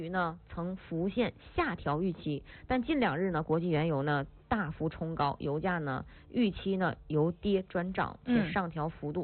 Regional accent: Northeast China, China; 你看我们东北话的这些小动物，

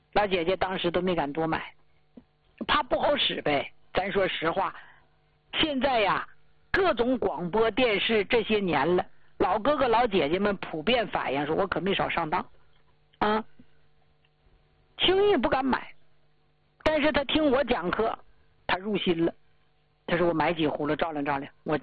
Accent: Jilin, China; 咱们家乡，吉林的

